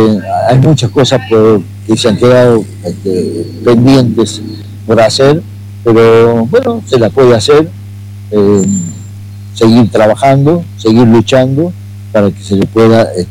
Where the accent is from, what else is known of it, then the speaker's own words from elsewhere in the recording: Famatina, La Rioja, Argentina; yo originalmente soy de Famatina.